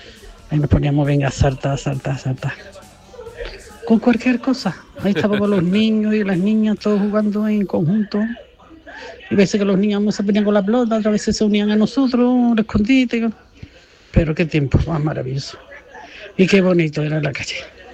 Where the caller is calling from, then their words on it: Seville, Andalusia, Spain; desde Sevilla. Bueno, los juegos de antes de la calle eran maravillosos. Yo tengo ya 69 años.